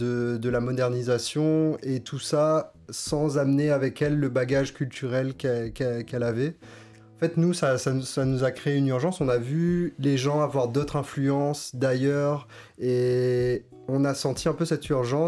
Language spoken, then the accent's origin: French; Réunion; il n'y a nulle part où on est plus à l'aise que chez nous, à La Réunion, entouré de créoles comme nous.